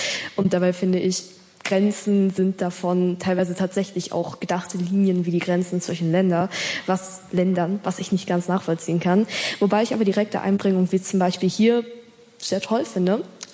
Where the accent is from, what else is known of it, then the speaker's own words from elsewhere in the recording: Rostock, Mecklenburg-Vorpommern, Germany; ich bin 14 Jahre, ich komme aus Rostock.